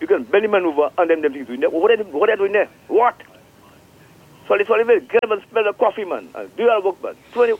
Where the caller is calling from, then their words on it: St. Lucia; I'm from Rockleary